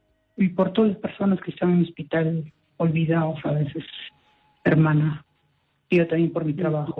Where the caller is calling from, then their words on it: Huaraz, Ancash, Peru; Estoy llamando desde Guaraz.